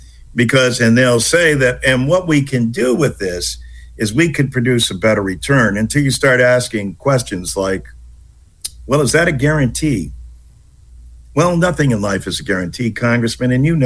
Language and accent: English; East Hartford, Connecticut, United States; I've yet to have anyone raise their hand except once in my hometown of East Hartford.